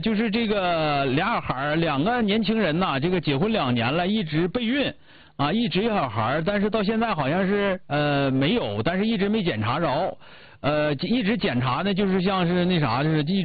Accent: Northeast China, China

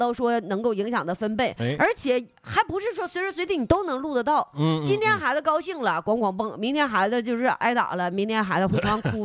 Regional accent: Northeast China, China; 就像咱们东北人老话说什么的，就是这种叫不咬人膈应人的这种声。

